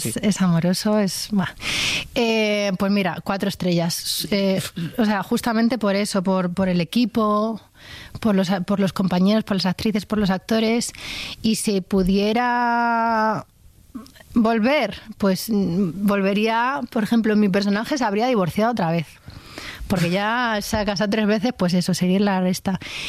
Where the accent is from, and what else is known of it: Spain